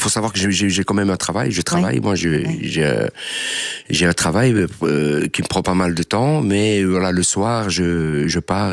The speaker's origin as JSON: {"language": "French", "town": "Liège", "region": "Wallonia", "country": "Belgium", "moved": "as an adult", "said": "Je suis de Liège et j'ai quitté tout. Je suis parti à Paris tenter ma chance."}